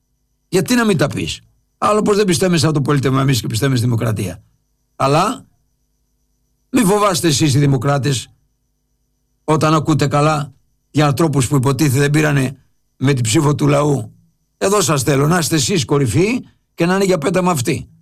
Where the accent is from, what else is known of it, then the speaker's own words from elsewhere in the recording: Lefkada, Ionian Islands, Greece; είμαι από τη Λευκάδα εγώ και ξέρω για το Σίβρο